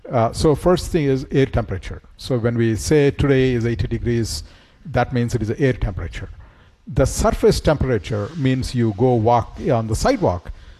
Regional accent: India; now in Boston, United States; growing up in India, I grew up when the temperature would typically go to 115, 118 degrees with 100% humidity. So the air temperature itself was pretty harsh and no air conditioning.

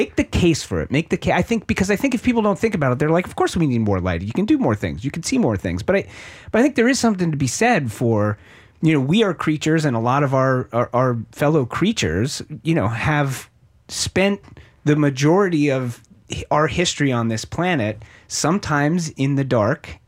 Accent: Pennsylvania, United States; And I grew up in a fairly rural area.

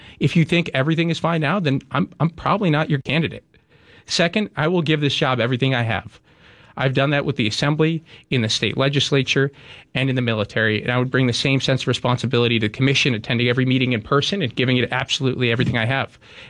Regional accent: Massachusetts, United States; born there; When I was born on the Cape, the median home was going for about $195,000.

